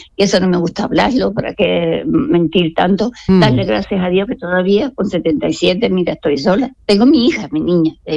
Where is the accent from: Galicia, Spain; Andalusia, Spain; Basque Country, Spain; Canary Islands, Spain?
Andalusia, Spain; Tarifa; now in Algeciras, Spain; Yo soy de Tarifa, hija. Yo nací en Tarifa, pero vivimos ahora en Algeciras, ¿no?